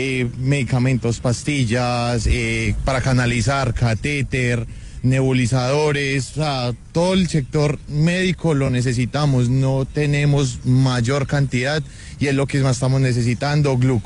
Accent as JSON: {"language": "Spanish", "town": "Pereira", "region": "Risaralda", "country": "Colombia", "said": "somos pereiranos, lo hemos luchado."}